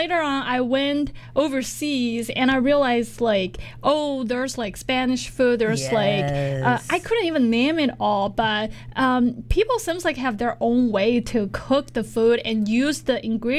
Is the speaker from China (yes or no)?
yes; Sichuan, China; moved away; because I'm from Sichuan and I eat super spicy food.